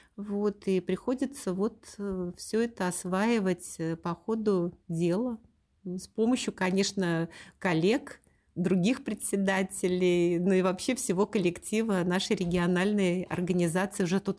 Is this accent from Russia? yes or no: yes; Saint Petersburg, Russia; Я родилась в Ленинграде, в семье блокадников, и бабушка у меня с мамой здесь всю блокаду прожили, поэтому у нас вот эти традиции ленинградские, петербургские в семье всегда очень соблюдались и до сих пор как бы соблюдаются.